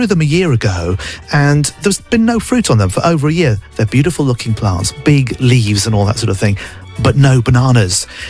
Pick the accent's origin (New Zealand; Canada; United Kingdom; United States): United Kingdom; moved away; as somebody who comes from the northern atmosphere, I grew up in the United Kingdom